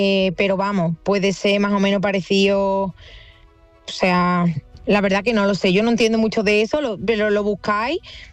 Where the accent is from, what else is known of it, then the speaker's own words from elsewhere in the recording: Málaga, Andalusia, Spain; moved away as an adult; also born or lived in Ireland; now in Australia; Sí, yo soy malagueña, pero ya llevo aquí 3 años y pico.